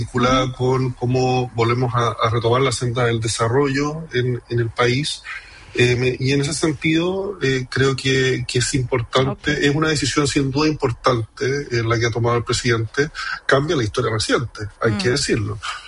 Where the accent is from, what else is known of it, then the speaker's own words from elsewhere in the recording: Chile; nos divide como chilenos